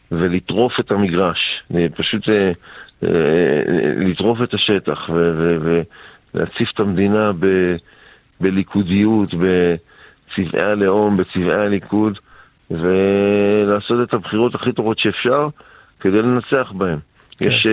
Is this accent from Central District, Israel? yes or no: yes; Netanya, Central District, Israel; born there; אתמול היינו בכנס גדול בנתניה, איזה סמלי מבחינתי לסכם את המרוץ הזה, בעיר הולדתי